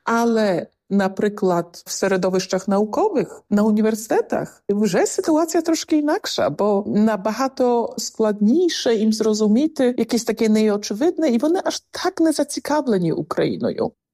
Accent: England, United Kingdom; Я з Англії, але дивлюся також за всіми членами країни ЄС

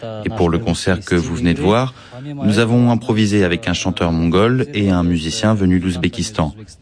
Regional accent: Kyrgyzstan; Chez nous, au Kirghizistan

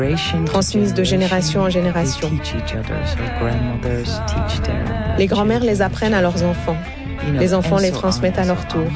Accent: Netherlands; j'ai aussi appris ça en grandissant aux Pays-Bas, avec des parents émigrés, kurdes, alévi, et en étant moi-même femme, artiste.

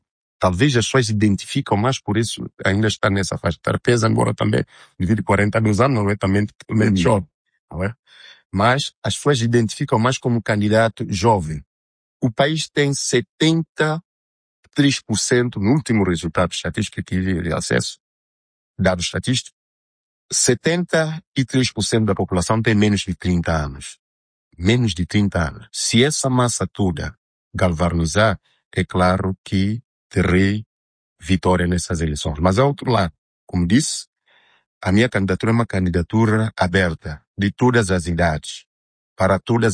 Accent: São Tomé & Príncipe; Eu, enquanto santomense, eu, enquanto jovem

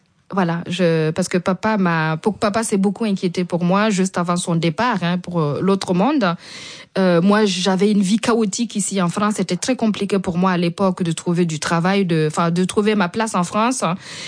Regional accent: Burkina Faso; chez nous au Burkina, donc vous savez, en fait on a ce respect là chez nous les Burkinabés

